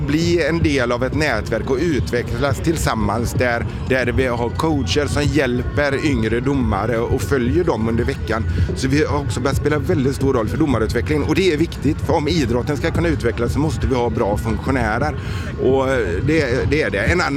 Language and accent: Swedish; Gothenburg, Västra Götaland County, Sweden; vardagspulsen som pågår, det är någonting som är otroligt roligt unikt som vi inte alltid tänker på, vi som är göteborgare kanske.